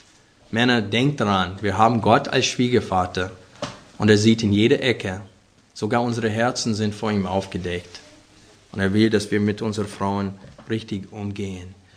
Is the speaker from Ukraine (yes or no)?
no; Arkansas, United States; moved away as an adult; also born or lived in Chicago; Ich bin in Arkansas aufgewachsen, auf dem Land.